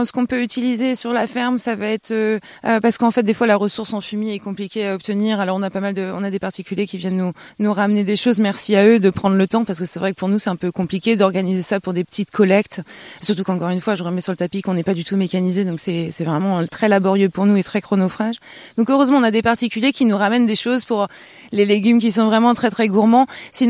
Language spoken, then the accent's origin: French; Centre-Val de Loire, France